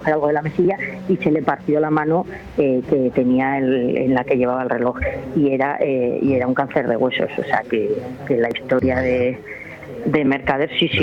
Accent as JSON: {"language": "Spanish", "town": "Peralta", "region": "Navarre", "country": "Spain", "said": "yo soy de Peralta, de pueblo de Navarra"}